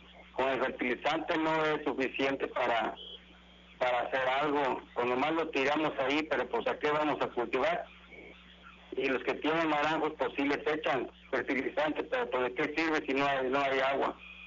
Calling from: Güemes, Tamaulipas, Mexico; De Ejido La Parrita de Güemes.

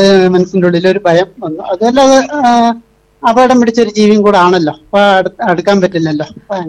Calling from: Melepokkanthodu, Kerala, India; മേലെപ്പോക്കാന്തോട്.

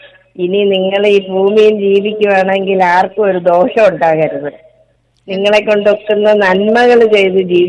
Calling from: Kerala, India

